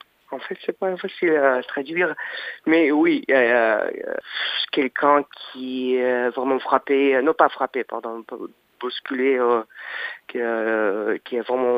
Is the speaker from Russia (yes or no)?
yes; Saint Petersburg, Russia; French is a second language; moved away as an adult; also born or lived in New York, United States; now in Paris, France; Saint-Pétersbourg, par exemple, puisque je suis grandi là-bas, évidemment, mais j'ai quitté, j'avais 18 ans, que j'ai passé plus de temps aux États-Unis, par exemple, qu'à Russie, mais Saint-Pétersbourg reste toujours ma ville.